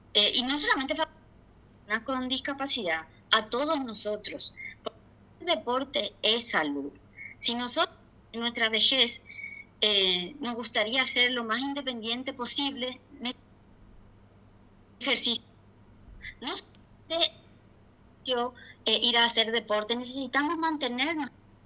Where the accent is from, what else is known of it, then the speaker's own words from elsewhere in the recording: Santiago, Misiones, Paraguay; now in Asunción, Paraguay; soy de originalmente de Santiago Misiones.